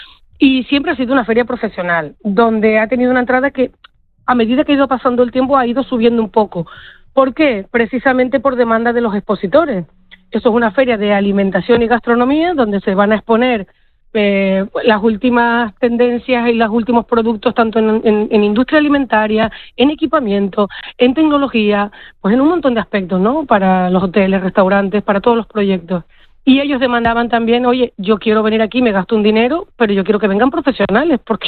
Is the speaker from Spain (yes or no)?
yes; La Palma, Canary Islands, Spain; moved away; Yo me voy a La Palma, mi amor, porque tengo que hablar del bar La Cueva en mi pueblo